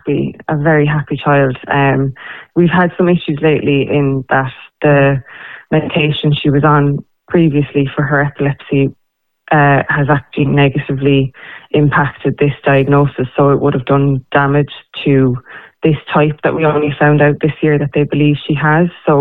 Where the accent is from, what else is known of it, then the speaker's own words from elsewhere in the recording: Cloyne, Munster, Ireland; As you know, we're from Cloyne.